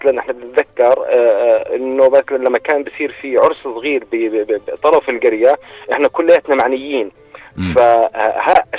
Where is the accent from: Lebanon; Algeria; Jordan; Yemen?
Jordan